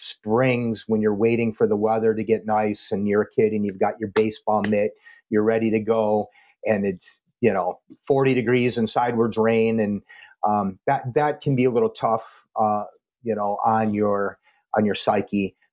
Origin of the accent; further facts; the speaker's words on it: Buffalo, New York, United States; But there's disadvantages to growing up in Western New York. And when I'm pumping gas in February, I ask, you know, God, why did my parents move me here to this climate?